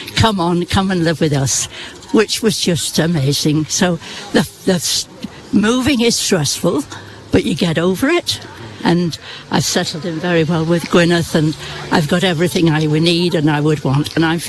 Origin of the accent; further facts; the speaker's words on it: Blackpool, North West England, United Kingdom; now in Wales, United Kingdom; I originally from Blackpool, but I married a man from Wales, and we lived all over different parts of Wales